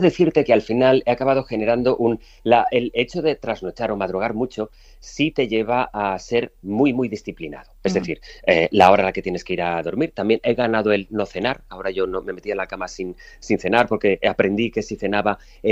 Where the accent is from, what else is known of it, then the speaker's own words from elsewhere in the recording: Spain; now in Madrid, Spain; Madrid, trabajo en Madrid, pero yo todos los fines de semana estoy aquí. Soy un tipo muy de pueblo, sí. Soy de la Ribera